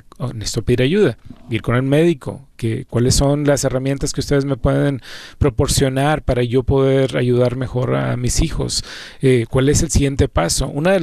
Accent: Mexico; Creo yo que en los países latinos, yo soy de México, somos más a que actúas.

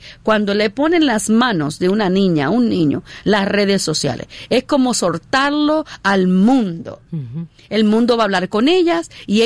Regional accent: New York, United States; yo soy de New York

